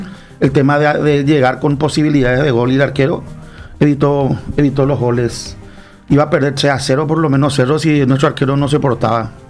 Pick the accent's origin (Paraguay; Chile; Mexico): Paraguay; como paraguayos que somos